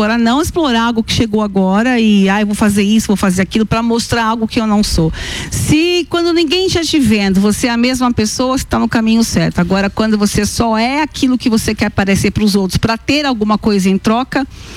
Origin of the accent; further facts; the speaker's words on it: São Paulo, Brazil; Sou paulistana, mas são de Natal.